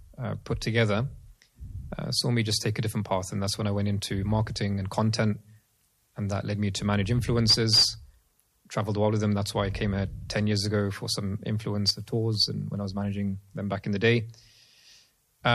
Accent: London, United Kingdom; born and raised in London, always been in London. The only exception to that was a short period of time in Mauritania, just studying a little bit of Arabic

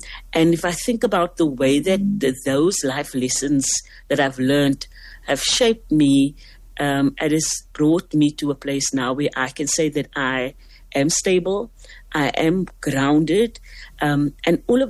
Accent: Cape Town, Western Cape, South Africa; growing up in Mitchell's Plain.

